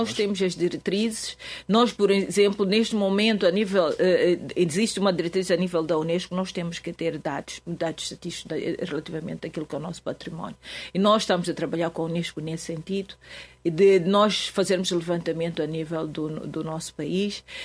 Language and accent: Portuguese; Mozambique; nós, efetivamente, como moçambicano, queremos possa refletir aquilo que é a nossa identidade